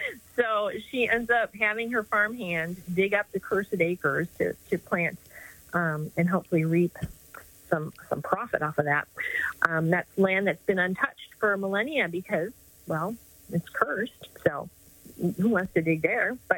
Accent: Minneapolis, Minnesota, United States; I grew up in Minneapolis, in the hood of Minneapolis

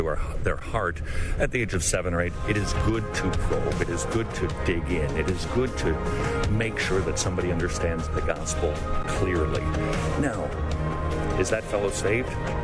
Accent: Minnesota, United States; I'm from Minnesota.

